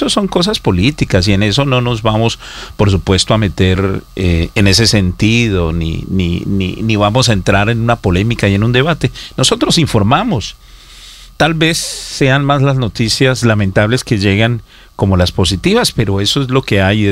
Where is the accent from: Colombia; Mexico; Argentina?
Colombia; yo no soy santista, yo no soy uribista. Yo soy colombiano.